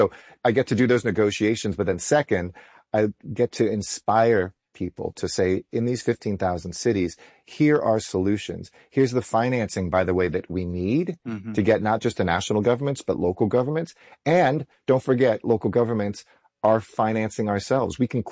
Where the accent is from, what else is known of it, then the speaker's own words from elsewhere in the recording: Los Angeles, California, United States; now in New Delhi, India; I mean, growing up in Los Angeles in the 70s, 80s, I thought was bad.